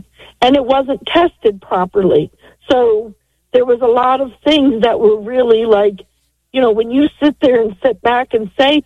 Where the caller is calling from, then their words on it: Delaware, United States; Yes, the state of Delaware. I'm actually over near Ocean City, Maryland.